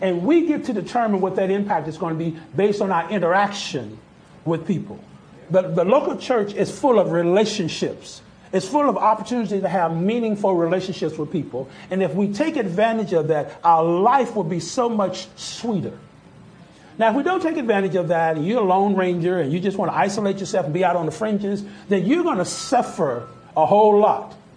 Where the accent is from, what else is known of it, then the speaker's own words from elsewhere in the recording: the South, United States; now in Oklahoma City, United States; Now, I grew up in the South, so I didn't know nothing about Oklahoma other than it was cowboy state, based on TV and stuff like that.